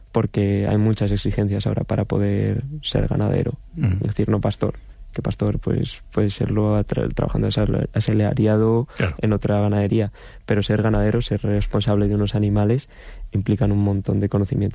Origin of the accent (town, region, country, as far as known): Cerceda, Galicia, Spain; born or raised there